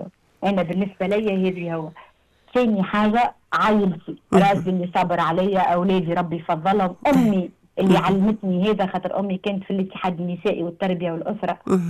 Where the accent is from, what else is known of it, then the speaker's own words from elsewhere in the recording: Tunisia; بلادنا تونس